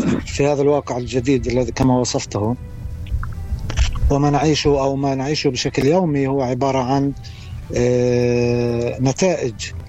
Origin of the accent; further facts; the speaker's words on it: Palestine; في أجسادنا كفلسطينيين